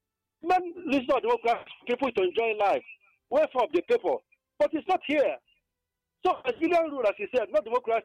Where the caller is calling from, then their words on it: Obuka, Anambra, Nigeria; I come from Obuka in Anambra State.